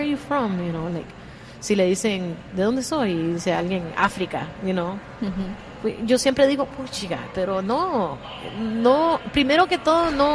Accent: Nicaragua; país chiquito como Nicaragua, que es un país que no mucha gente conoce, pero yo siempre digo que soy de Nicaragua porque

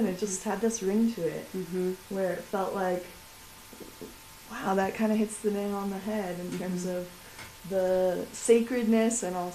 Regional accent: Denver, Colorado, United States; I was born and raised in Denver.

